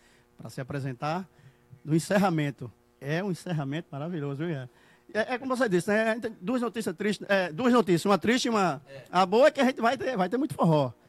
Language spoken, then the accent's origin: Portuguese; Mamanguape, Paraíba, Brazil; É, somos de Mamanguape, né?